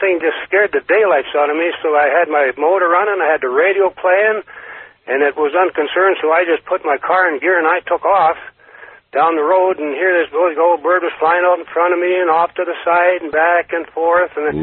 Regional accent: Carson City, Nevada, United States; from Carson City.

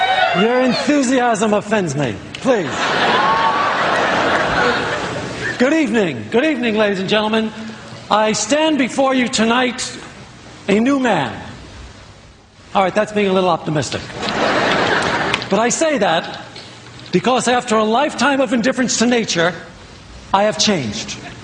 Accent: New York City, New York, United States; I grew up in Brooklyn.

